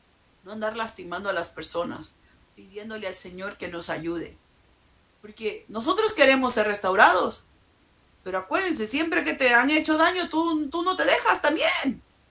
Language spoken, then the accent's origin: Spanish; Mexico; como los mexicanos decimos